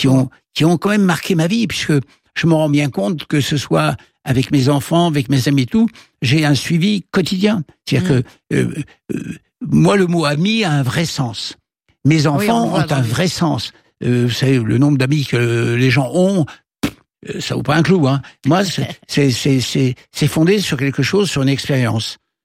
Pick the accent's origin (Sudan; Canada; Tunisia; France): France; C'est l'envie d'être français. Je suis français.